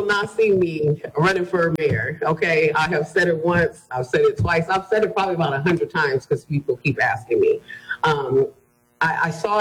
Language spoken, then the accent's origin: English; Rockford, Illinois, United States; Well, I am a 41-year-old who was born and raised right here in Rockford, Illinois.